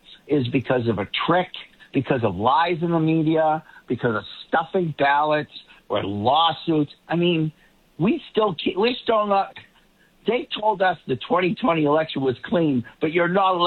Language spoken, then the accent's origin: English; Boston, Massachusetts, United States; accent: Boston; Now, I'm a little sensitive to it because, as you know, Mark, I've lost my accent. A lot of people ask me, where are you from? I can't really tell.